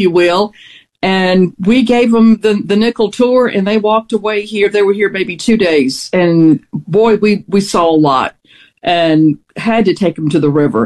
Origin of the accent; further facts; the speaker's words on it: Greenville, Mississippi, United States; now in Rosedale, United States; You know, growing up in Greenville and now living in Rosedale, I've just always loved the river.